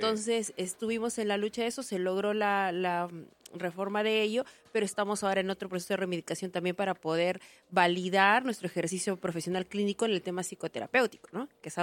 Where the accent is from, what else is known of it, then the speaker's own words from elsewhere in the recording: Tacna, Peru; also born or lived in Arequipa; estudié en la San Agustín de Arequipa, pero soy de Tacna.